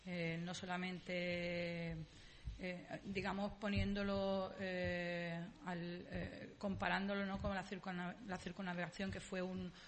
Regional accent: Andalusia, Spain; Somos andaluces, nos gusta la libertad, nos gusta vivir la vida con alegría.

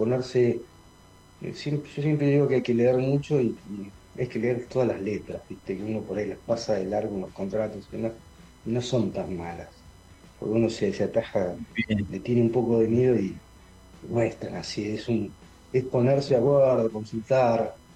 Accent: Neuquén, Argentina; somos gente de Neuquén

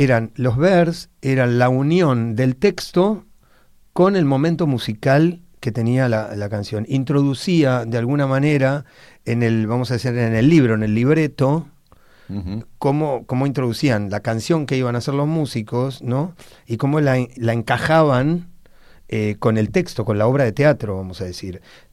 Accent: Buenos Aires, Argentina; me habla también de mi apego a mi ciudad, que es Buenos Aires.

